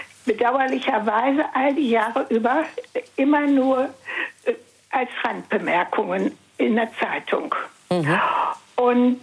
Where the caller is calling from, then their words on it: Mülheim an der Ruhr, North Rhine-Westphalia, Germany; ich rufe aus Mülheim an der Ruhr an.